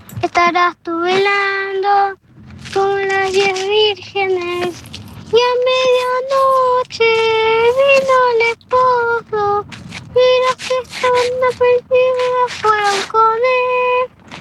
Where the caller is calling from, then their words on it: Vallenar, Atacama, Chile; de Vallenar.